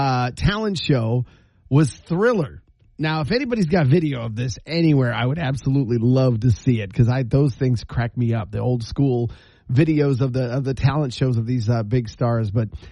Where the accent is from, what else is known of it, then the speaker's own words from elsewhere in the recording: Patoka, Illinois, United States; I grew up in Patoka, Illinois. It's got a population of about 600, and the high school graduating class was just 42 people